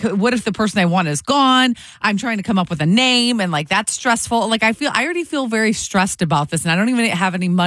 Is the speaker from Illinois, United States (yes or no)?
no; Detroit, Michigan, United States; moved away; everybody knows I'm from Detroit.